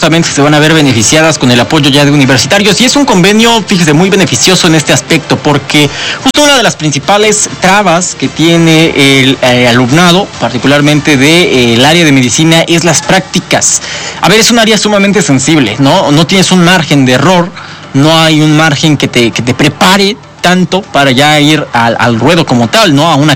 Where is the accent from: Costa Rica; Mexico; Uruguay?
Mexico; Puebla; ya somos poblanos